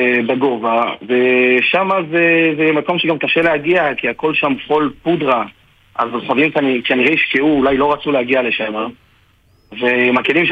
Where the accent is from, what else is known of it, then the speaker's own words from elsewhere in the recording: Ashdod, Southern District, Israel; אני מאשדוד.